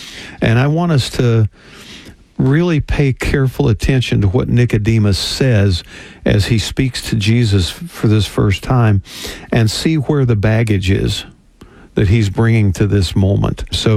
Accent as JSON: {"language": "English", "region": "West Virginia", "country": "United States", "tie": "born or raised there", "said": "I grew up in West Virginia, so all the hillbilly stuff applies to me."}